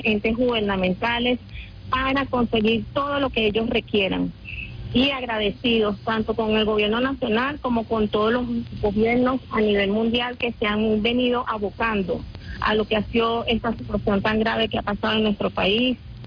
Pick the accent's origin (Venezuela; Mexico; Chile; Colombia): Venezuela; nos une un país, nos une una tragedia, pero nos une la esperanza que nos caracteriza como venezolanos.